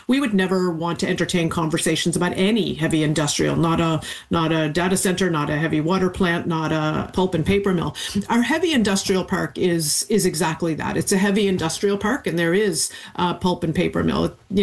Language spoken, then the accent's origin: English; Canada; I think as a Canadian